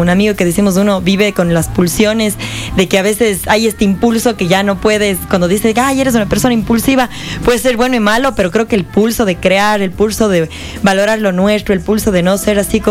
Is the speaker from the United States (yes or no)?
no; Ecuador